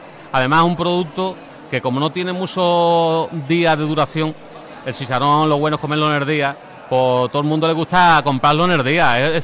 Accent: Chiclana de la Frontera, Andalusia, Spain; Chiclana ha evolucionado en turismo, tenemos aquí hoteles, tenemos playas

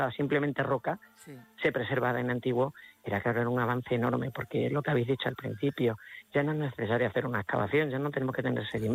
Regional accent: Extremadura, Spain

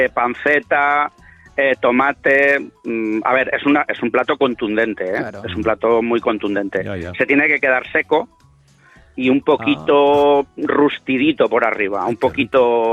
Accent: Valencia, Valencian Community, Spain; A ver, David, Jorge, soy de Valencia.

